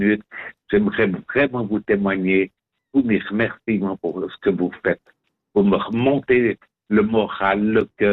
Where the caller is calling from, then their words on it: Yverdon-les-Bains, Vaud, Switzerland; Alors j'appelle Diverdon.